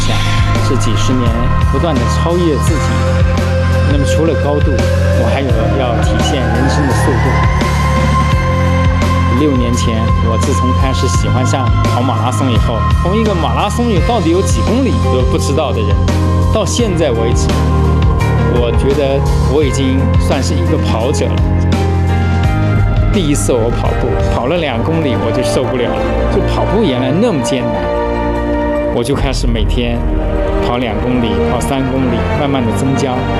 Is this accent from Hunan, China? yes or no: no; Yunnan, China; 作为云南人